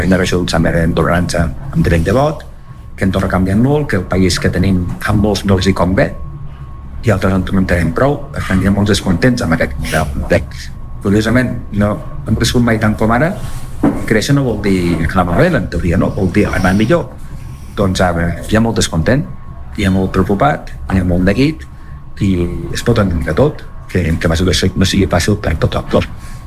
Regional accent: Andorra; al final tots som andorrans, no? I tots som visquem a Andorra

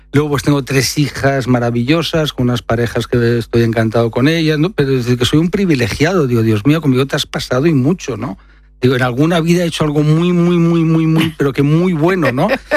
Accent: Barcelona, Catalonia, Spain; born or raised there

